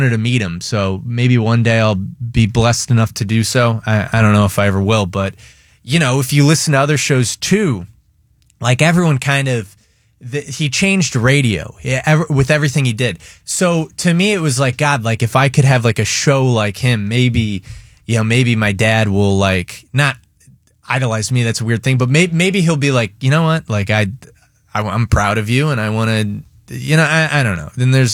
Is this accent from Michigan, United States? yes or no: yes; Michigan, United States; moved away as an adult; also born or lived in Chicago / Detroit; I'll never forget getting the call when we lived in Detroit, Michigan. I met Jed in high school, by the way, so we grew up in Michigan.